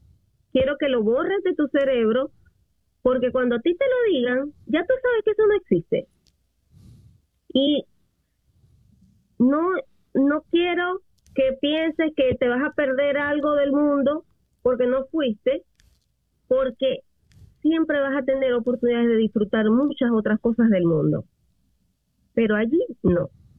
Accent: Venezuela; now in United States; yo soy mamá también latina aquí en Estados Unidos y yo sí le digo a mi hijo que aquí es embajada venezolana.

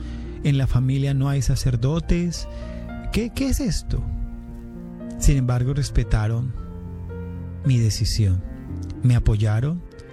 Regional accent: Cali, Valle del Cauca, Colombia; born there; Nací en Cali Valle, Colombia, hijo de una adolescente de 14 años, mi madre, y un adolescente de 19 años, mi padre. Ellos oriundos de un departamento

